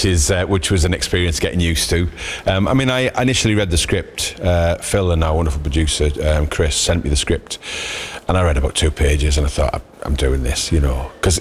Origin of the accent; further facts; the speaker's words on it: Middlesbrough, North East England, United Kingdom; doing something set in my hometown